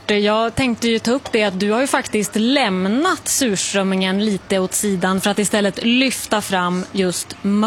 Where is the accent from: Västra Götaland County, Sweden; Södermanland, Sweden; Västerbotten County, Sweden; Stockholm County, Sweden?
Västerbotten County, Sweden; Umeå; Jag är från Umeå.